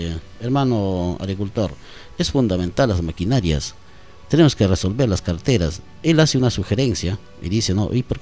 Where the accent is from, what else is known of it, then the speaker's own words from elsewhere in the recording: Mazamari, Junín, Peru; también soy ciudadano masamarino